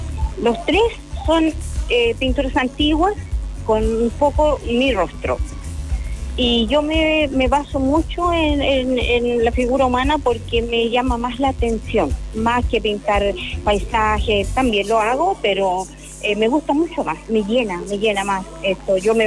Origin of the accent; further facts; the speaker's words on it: Arauco, Biobío, Chile; Fíjese que en Arauco, yo no soy profeta en mi tierra, he hecho exposiciones en Arauco, pero no sola, como aquí.